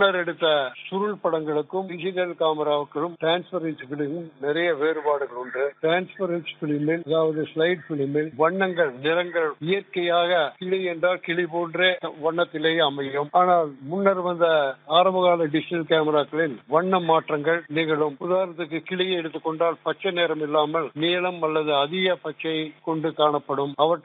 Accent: Thookkanaickenpalayam, Tamil Nadu, India; now in Coimbatore, India; எனது சொந்த ஊர் சத்தியமங்கலத்துக்கு கிழக்கே உள்ள தூக்கணாக்கம்பாளையம் என்னும் ஊராகும். நான் கோயம்புத்தூரில் படித்துவிட்டு கோயம்புத்தூரில் தங்கியுள்ளேன்.

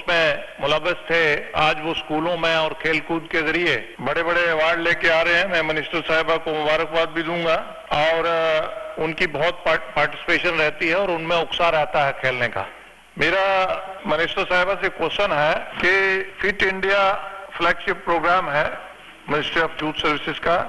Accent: Jammu and Kashmir, India; मैं जम्मू कश्मीर से आता हूं और हमारा जो पड़ोसी मुल्क है

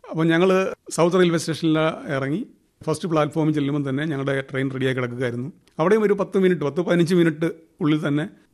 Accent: Evoor, Kerala, India; എന്റെ സ്വദേശം ഏവൂരാണ്, കായംകുളത്തിന് 7 കിലോമീറ്റർ വടക്കുമാറിയാണ് സ്ഥലം.

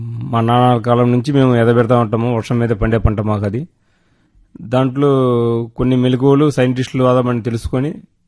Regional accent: Guntur district, Andhra Pradesh, India; మాది దొన్నగడ్డ గ్రామం, గుంటూరు మండలం, గుంటూరు డిస్టిక్.

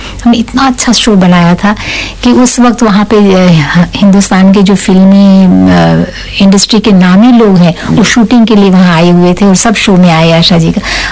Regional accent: Dar es Salaam, Tanzania; جی میں دار اسلام کی رہنے والی ہوں, اور آپ کو بتاؤں کہ دار اسلام اتنی خوبصورت جگہ ہے

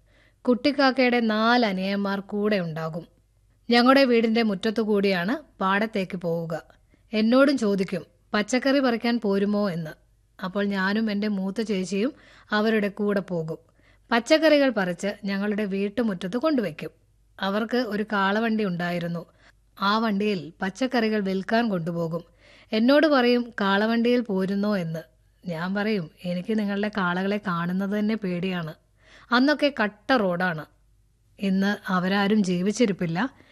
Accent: Mankada Pallippuram, Kerala, India; ഞാൻ ജനിച്ചു വളർന്നത് മങ്കട പള്ളിപ്പുറത്താണ്.

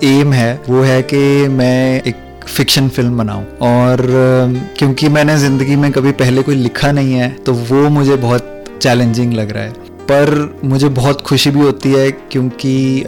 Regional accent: Chandigarh, India; हम तीनों चंडीगढ़ से हैं

